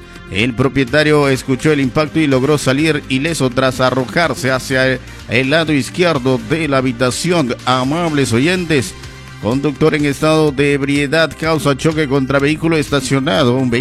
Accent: Peru

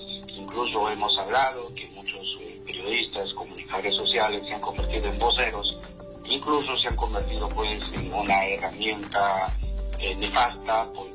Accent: Amazonas, Peru; born there; moved away; en mi querida región Amazonas, en mi pueblo del Loque Soloco

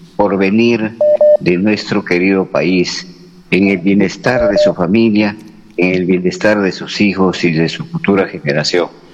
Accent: Peru; que tenemos como peruanos, como ciudadanos

